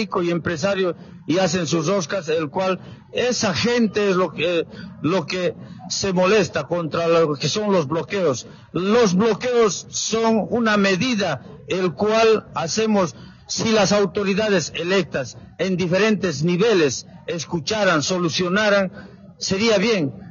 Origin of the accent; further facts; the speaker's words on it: Bolivia; somos hermanos bolivianos